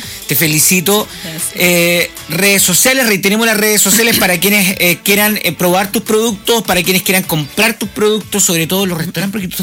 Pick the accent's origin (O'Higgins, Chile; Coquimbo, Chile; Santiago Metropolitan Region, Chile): Coquimbo, Chile; La Serena; Yo soy tan de La Serena, soy yo.